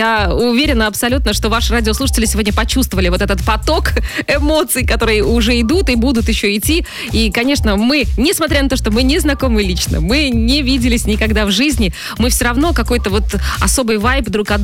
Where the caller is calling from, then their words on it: Vitebsk, Vitebsk Region, Belarus; Мы из Витебска шлем поздравления в Гродно. Всем гродненцам. Всем нашим родным, близким.